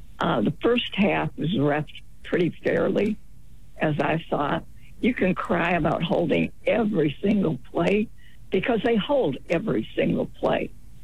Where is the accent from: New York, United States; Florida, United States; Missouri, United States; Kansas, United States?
Florida, United States; also born or lived in Michigan; now, I'm from Florida. Prior to that, Michigan.